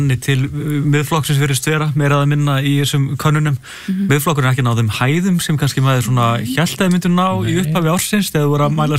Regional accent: Hafnarfjordur, Capital Region, Iceland; þegar ég var ungur að alast upp í Hafnarfirði

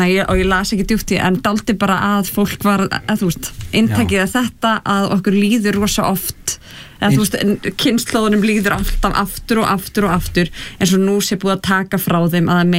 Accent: Hafnarfjörður, Capital Region, Iceland; við erum hvoru úr Hafnarfirði

